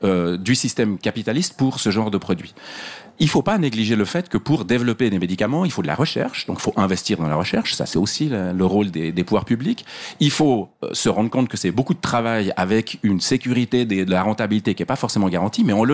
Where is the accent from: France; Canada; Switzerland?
Switzerland; en tant que Suisse.